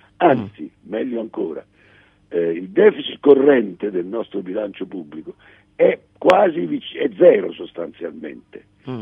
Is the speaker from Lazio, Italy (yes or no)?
no; Macerata, Marche, Italy; nel mio paese a Macerata